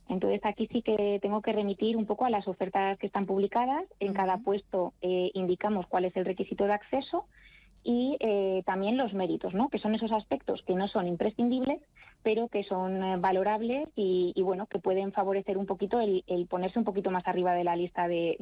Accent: León, Castile and León, Spain; Yo siempre en España, porque además yo soy del norte, de León, que me encanta mi ciudad y siempre que puedo vuelvo.

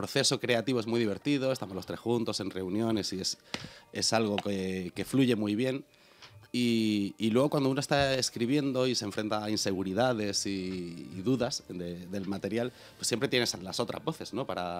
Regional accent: Lorca, Region of Murcia, Spain; Pasé mi adolescencia en Lorca.

